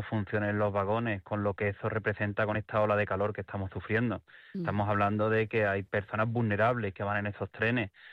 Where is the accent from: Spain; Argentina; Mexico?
Spain; somos ciudadanos españoles, pagamos los mismos impuestos que cualquier otro español